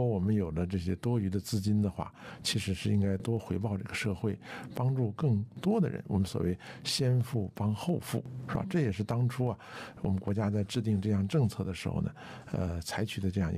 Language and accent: Chinese; China; 我们中国人口这么多啊